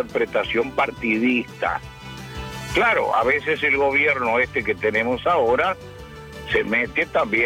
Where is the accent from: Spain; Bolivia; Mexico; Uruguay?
Uruguay